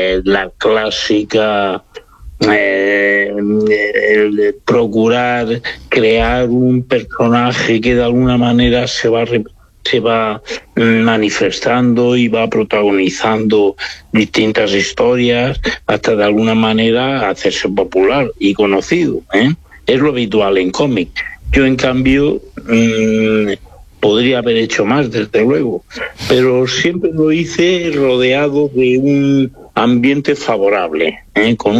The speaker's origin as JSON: {"language": "Spanish", "town": "Aspe", "region": "Valencian Community", "country": "Spain", "tie": "born there", "said": "Yo nací en Aspe, provincia de Alicante, y es el interior de Alicante, tirando al sur ya de la provincia."}